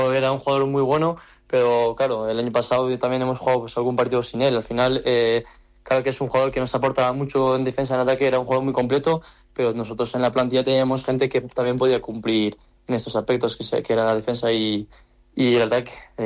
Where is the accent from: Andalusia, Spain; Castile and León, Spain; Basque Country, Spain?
Basque Country, Spain; first language eu; Spanish is a second language; castellano que hablaba en euskera con los jugadores porque sí que solo estudié de pequeño. A ver, tampoco soy bilingüe y no hablo perfectamente euskera, pero algo sí que sabía.